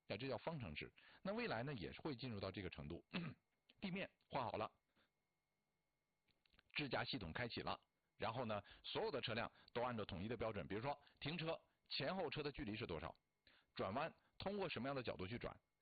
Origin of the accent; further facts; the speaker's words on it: Yushu, Jilin, China; moved away; 舒兰离我的老家也很近，小的时候去舒兰也比较多，从我们榆树去舒兰的那条路啊特别不好走